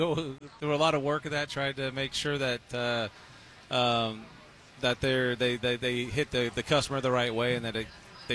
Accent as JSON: {"language": "English", "region": "California", "country": "United States", "tie": "born or raised there", "also_born_or_lived": "New York City", "moved": "yes", "lives_now": "Indianapolis, United States", "said": "I grew up in California, moved to New York a while ago, then moved here around 2011, and been here ever since."}